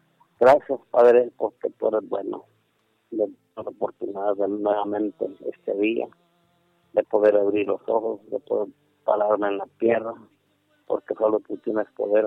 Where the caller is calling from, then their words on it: Honduras; De La Paterica